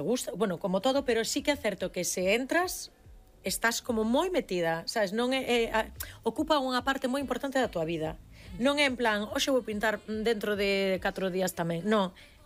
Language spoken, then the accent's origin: Galician; Xeve, Galicia, Spain; Eu son de Xevé.